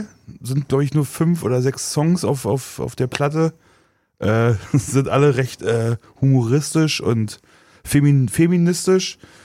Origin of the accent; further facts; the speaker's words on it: Brandenburg, Germany; Ich komme aus Ostbrandenburg, wir hatten keine Bravo.